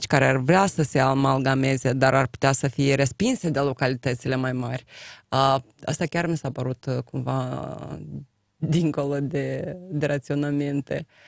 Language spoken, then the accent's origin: Romanian; Căsănești, Telenești District, Moldova; Chiar vorbesc despre satul meu, da? Noi avem două sate, Căsănești, Vaduleca